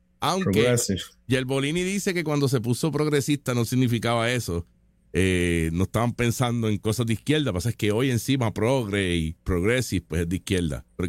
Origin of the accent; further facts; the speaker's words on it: Puerto Rico; somos como puertorriqueños sin guilla ni complejo.